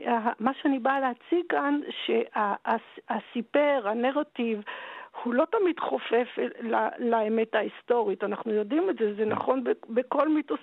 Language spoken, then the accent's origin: Hebrew; Tel Aviv, Tel Aviv District, Israel; בתור ילדה שגדלה בתל אביב